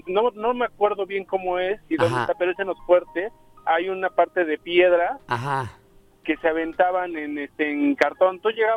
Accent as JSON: {"language": "Spanish", "region": "Puebla", "country": "Mexico", "tie": "born or raised there", "said": "Puebla, pues sería mi ciudad, cabrón, acá nací"}